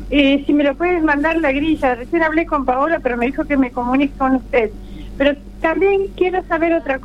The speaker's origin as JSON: {"language": "Spanish", "town": "Nueva Francia", "region": "Santiago del Estero", "country": "Argentina", "tie": "born or raised there", "moved": "yes", "lives_now": "Luis Guillón, Argentina", "said": "Yo nací allí y todos los años voy 2-3 veces al año cuando puedo, porque no nos podemos olvidar del lugar donde hemos nacido y nos hemos educado"}